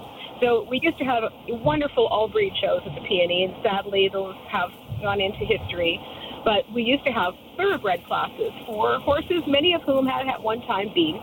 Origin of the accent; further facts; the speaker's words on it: Burnaby, British Columbia, Canada; now in Ladysmith, Canada; as a kid growing up in Burnaby